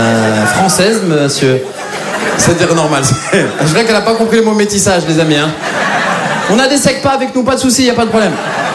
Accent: Morocco; Et moi, je suis marocain, grâce à Dieu

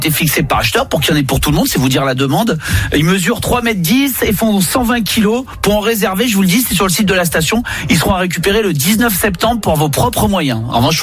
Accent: south of France, France; tu sais que je suis supporter de l'OM parce que je suis du Sud

